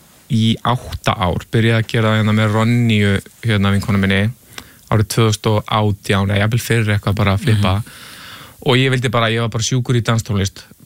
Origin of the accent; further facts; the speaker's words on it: Reykjavík, Capital Region, Iceland; Ég er úr Vesturbæ, Reykjavíkur